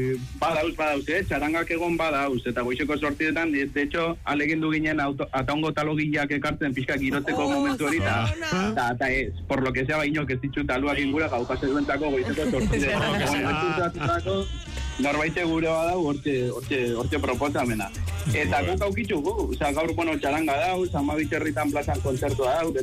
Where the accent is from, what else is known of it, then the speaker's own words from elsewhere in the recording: Basque Country, Spain; Donostiarren dako bebai, ba, bueno, Gipuzkoa gara, bale?